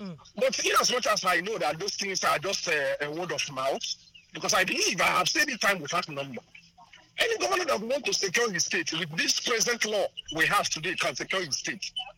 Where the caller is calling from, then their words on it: Enugu, Enugu State, Nigeria; I come from Enugu.